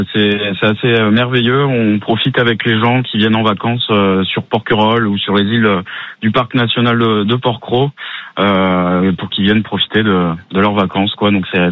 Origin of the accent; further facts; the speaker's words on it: La Rochelle, Nouvelle-Aquitaine, France; moved away as an adult; now in Var, France; Je suis originaire de La Rochelle